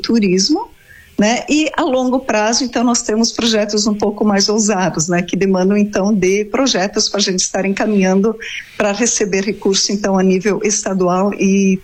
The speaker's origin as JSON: {"language": "Portuguese", "town": "São João do Oeste", "region": "Santa Catarina", "country": "Brazil"}